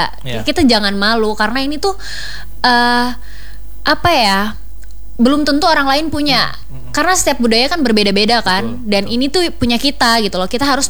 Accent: Central Kalimantan, Indonesia; now in Palangka Raya, Indonesia; Kalau aku asli Kalimantan Tengah dan aku orang Dayak asli.

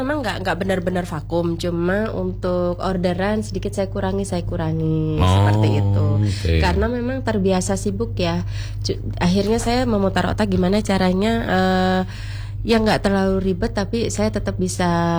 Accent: Bangil, East Java, Indonesia; Karena saya asli Bangil ya.

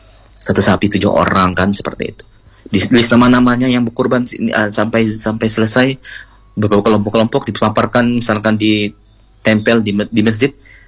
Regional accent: West Kalimantan, Indonesia; now in Sanggau, Indonesia; kampung halaman saya, Mbak. Kalau halaman saya adalah di Kabupaten Sambas

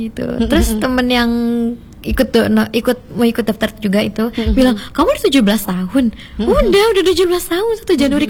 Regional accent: Malang, East Java, Indonesia; Asli Malang.

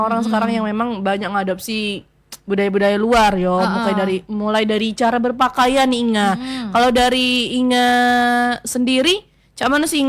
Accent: Kedurang, Bengkulu, Indonesia; saya kan dari Kedurang nih, nggak. Nah dari Kedurang tuh kalau ndak salah, dulu tuh kayaknya kalau masak-masak kue untuk orang nikah tuh kayak kami tuh ada namanya buat buak, nyidak buak.

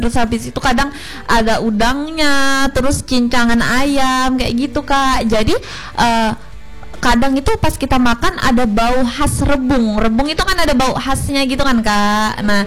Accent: Semarang, Central Java, Indonesia; moved away; aku nih asalnya dari Semarang

